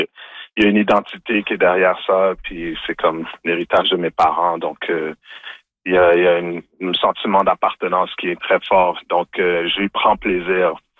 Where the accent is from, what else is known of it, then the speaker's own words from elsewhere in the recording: Montreal, Quebec, Canada; moi, bon, quand je suis né à Montréal, par exemple, en Haïti, puis j'ai appris le créole au Québec. Mon créole haïtien, je l'ai appris au Québec, donc j'ai pas appris en Haïti.